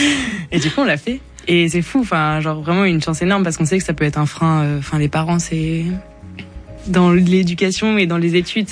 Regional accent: France; On retrace un petit peu le chemin de nos racines parce que du coup, bah, on a grandi en France métropolitaine et la musique nous permet de nous rapprocher de la Guadeloupe beaucoup.

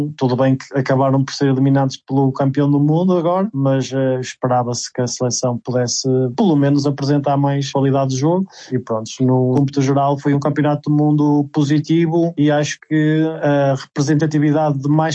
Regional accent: Portugal; eu como português

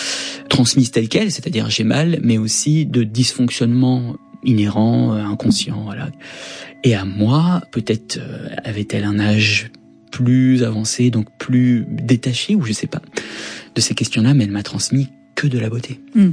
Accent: France; born there; Oui, moi je suis né en France.

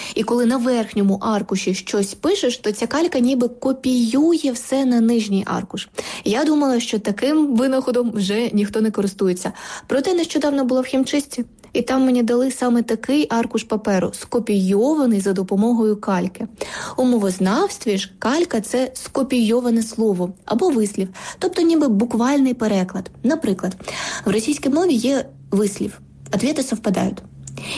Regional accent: Donetsk Oblast, Ukraine; Я виросла в Донецькій області і більшість часу розмовляла саме російською.

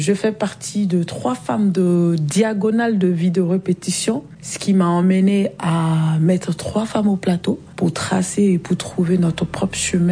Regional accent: Côte d’Ivoire; Je suis repartie dans ce domaine-là en tant qu'Ivoirienne, prendre quelques mouvements du coupé décalé

